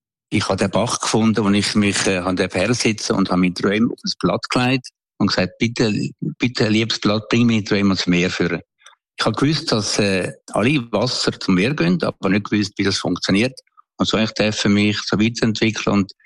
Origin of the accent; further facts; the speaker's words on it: Aeugst am Albis, Zurich, Switzerland; now in Tuscany, Italy; Ich bin aufgewachsen in Oigstem Albis, in ärmlichen Verhältnissen. Wir haben einen Bauernhof gehabt